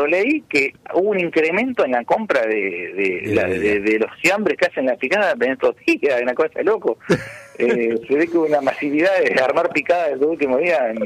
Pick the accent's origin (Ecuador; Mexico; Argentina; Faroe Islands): Argentina; Venado Tuerto, Santa Fe; yo soy de Venado Tuerto